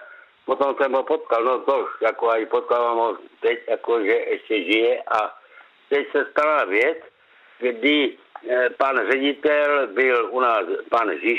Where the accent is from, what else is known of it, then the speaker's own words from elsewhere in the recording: Krnov, Moravian-Silesian Region, Czechia; Já jsem rodák z Krnova